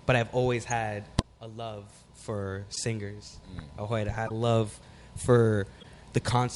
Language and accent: English; Orlando, Florida, United States; I'm from Florida.